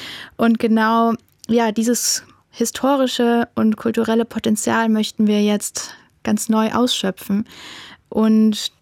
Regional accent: Kirchheimbolanden, Rhineland-Palatinate, Germany; Wir sind in Kirchambulanten aufgewachsen und haben dadurch natürlich ja eine besondere Verbindung zur Stadt.

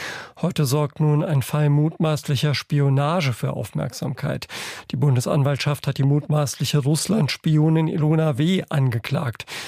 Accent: Saarland, Germany; Bei uns im Saarland läuft die Schule ja schon so lange wieder, dass manche vermutlich schon wieder die nächsten Ferien herbeisehnen.

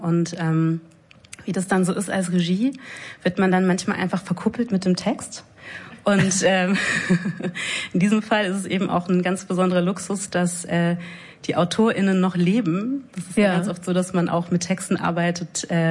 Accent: Southern Germany, Germany; Nee, ich komme aus Süddeutschland.

